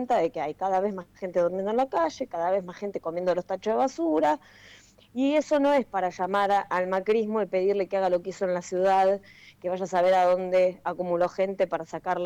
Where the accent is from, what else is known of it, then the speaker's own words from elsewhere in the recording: Argentina; estamos atravesando como argentinos y argentinas